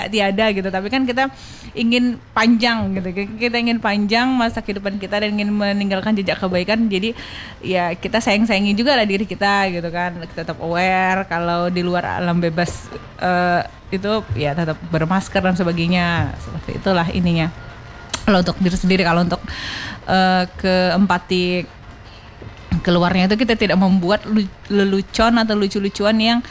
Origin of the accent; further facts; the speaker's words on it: Riau, Indonesia; sebagai warga Riau, juga sebagai ibu yang anak-anaknya mengalami PJJ gitu kan.